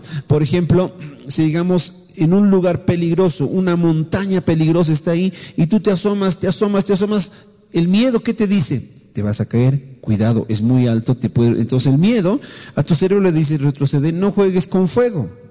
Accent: Bolivia; nosotros como nación boliviana tenemos lamentablemente esos factores bien enraizados en nuestra cultura.

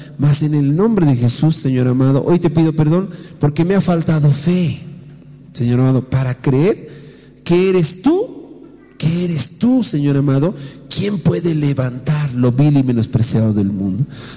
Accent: Bolivia; Puede haber algún peruano aquí, no sé, pero la mayoría de los que estamos aquí somos bolivianos.

